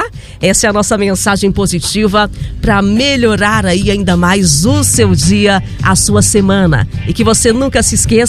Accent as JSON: {"language": "Portuguese", "country": "Brazil"}